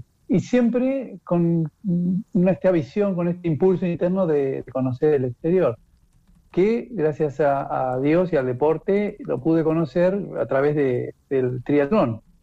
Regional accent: Trelew, Chubut, Argentina; moved away as an adult; also born or lived in Buenos Aires; yo vengo de Buenos Aires, nací en Buenos Aires, y mi familia se trasladó a Trelew cuando yo tenía 7 u 8 años. Hice todo mi escuela primaria, secundario.

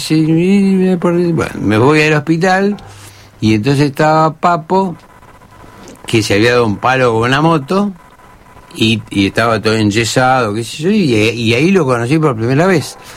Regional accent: La Plata, Buenos Aires Province, Argentina; Y yo vine a Buenos Aires, pues yo soy de La Plata, vine a Buenos Aires

